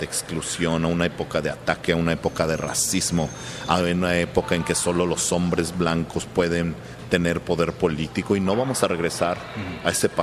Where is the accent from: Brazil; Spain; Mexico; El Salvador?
Mexico; Por ejemplo, tú y yo somos mexicanos.